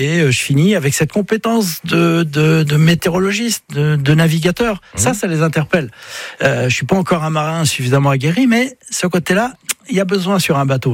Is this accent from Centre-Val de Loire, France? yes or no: no; Brittany, France; je suis breton et puis je le ressens profondément.